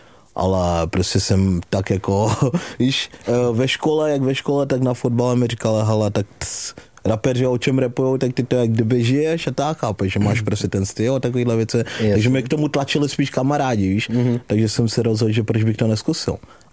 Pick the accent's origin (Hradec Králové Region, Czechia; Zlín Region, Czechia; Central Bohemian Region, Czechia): Central Bohemian Region, Czechia; Beroun; also born or lived in Zambia; To už jsem jezdil z Berouna, z Králova dvora, jakoby jde, odkud jsem, nebo kam jsem se přesunul z Afriky, ze Zambie, tak to už jsem tady byl na střední škole.